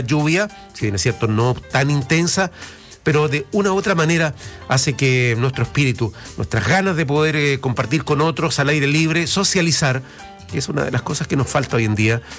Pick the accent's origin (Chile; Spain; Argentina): Chile; miramos como buenos chilenos que viene septiembre